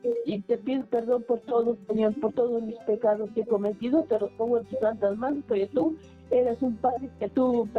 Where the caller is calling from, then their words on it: Valle de Bravo, State of Mexico, Mexico; De Valle de Bravo.